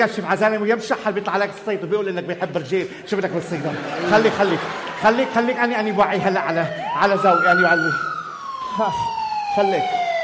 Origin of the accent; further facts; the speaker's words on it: Afghanistan; أنا من أفغانستان وليل.